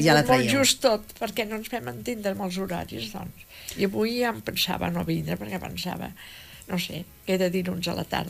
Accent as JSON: {"language": "Catalan", "town": "Rubí", "region": "Catalonia", "country": "Spain", "tie": "born or raised there", "said": "jo sóc filla de Rubí"}